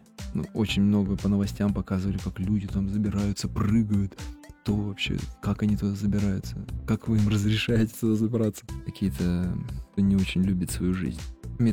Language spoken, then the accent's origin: Russian; Yekaterinburg, Sverdlovsk Oblast, Russia; moved away; ты смотришь на тот город, где ты родился, вырос, и я до сих пор... То есть, если кто-то из Екатеринбурга, я, о, земляк